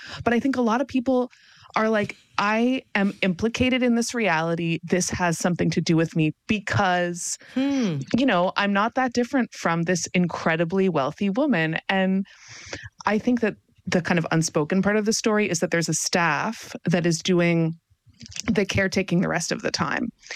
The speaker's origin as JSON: {"language": "English", "country": "Canada", "said": "Like, something that I find so interesting about Americans, and I'm saying this as a Canadian right now"}